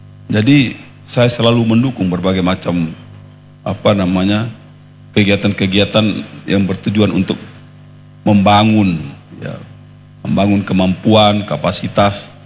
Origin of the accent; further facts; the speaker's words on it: East Nusa Tenggara, Indonesia; Saya orang NTT pertama yang dapat medali emas SEA Games